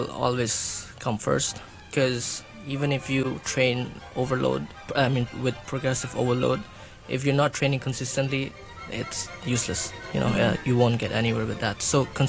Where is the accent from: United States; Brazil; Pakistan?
Pakistan; moved away; I'm from Pakistan as well.